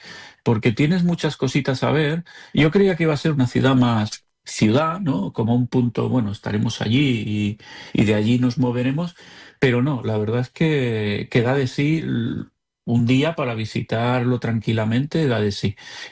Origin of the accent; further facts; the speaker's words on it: Tarragona, Catalonia, Spain; es que soy de Tarragona